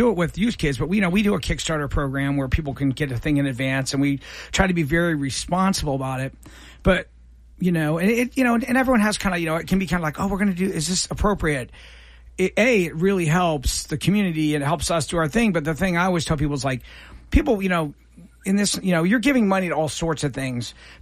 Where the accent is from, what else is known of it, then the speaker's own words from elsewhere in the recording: Columbus, Ohio, United States; we grew up in Columbus.